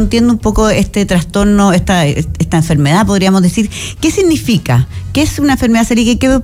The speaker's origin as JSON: {"language": "Spanish", "country": "Chile", "said": "como decimos, chileno profundo"}